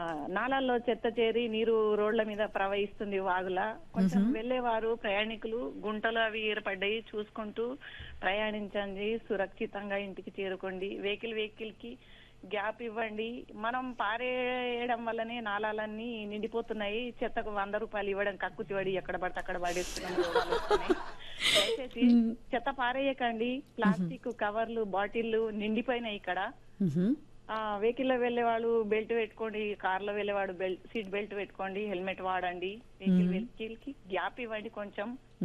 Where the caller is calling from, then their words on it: Hyderabad, Telangana, India; Miyapur.